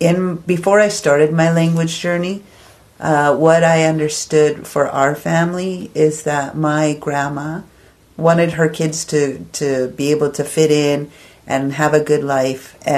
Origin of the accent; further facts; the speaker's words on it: British Columbia, Canada; first language English; I am from the Okanagan Nation and a community member for the Okanagan Indian Band